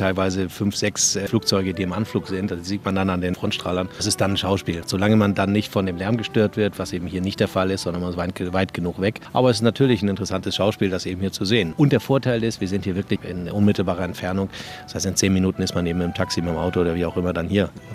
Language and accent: German; Flensburg, Schleswig-Holstein, Germany; now in Mallorca, Spain; Ja, das ist Norddeutsch. Ja, ich komme ursprünglich aus dem Norden, aus Flensburg.